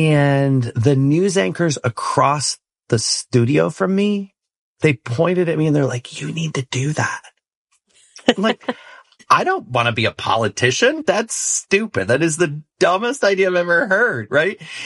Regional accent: Rockford, Illinois, United States; I grew up in Rockford, Illinois, and I grew up afraid of storms.

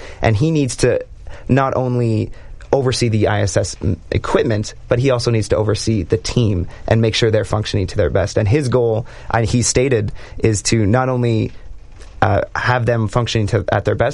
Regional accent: Canada; Us being Canadian, we love to see our home from orbit

